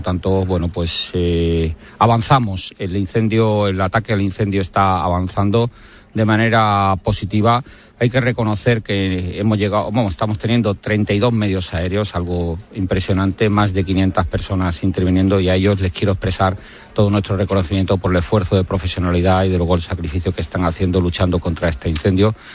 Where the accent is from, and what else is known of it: Cádiz, Andalusia, Spain; born or raised there